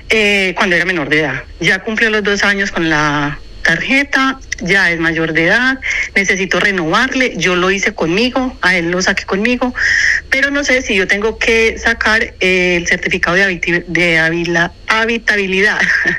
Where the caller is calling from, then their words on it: Madrid, Community of Madrid, Spain; de Madrid